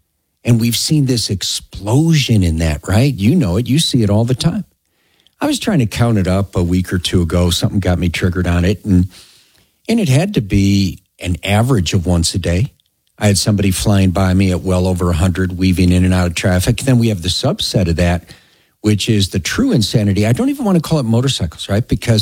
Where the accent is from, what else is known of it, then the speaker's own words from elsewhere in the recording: Chicago, Illinois, United States; moved away as an adult; now in Colorado, United States; I came here from Chicago. You know, I grew up in Chicago. My dad was a cop.